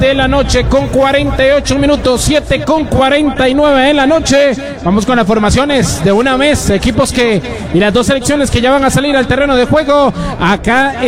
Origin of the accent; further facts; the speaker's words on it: Costa Rica; más allá que nuestro deseo como buen costarricense es que gane la tricolor hoy contra la selección de Curazao